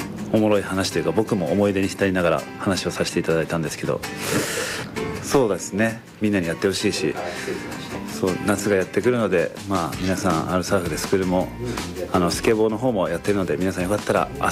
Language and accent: Japanese; Chigasaki, Kanagawa, Japan; 僕の地元茅ヶ崎